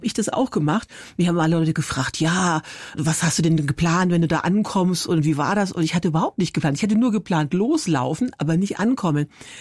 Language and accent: German; Forchheim, Bavaria, Germany; Also ich komme ja aus Forchheim, Oberfranken.